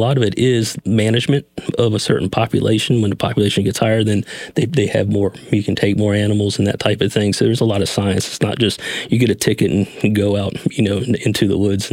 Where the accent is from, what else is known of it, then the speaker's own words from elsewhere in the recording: the South, United States; some things from my childhood growing up in the South and that type of thing.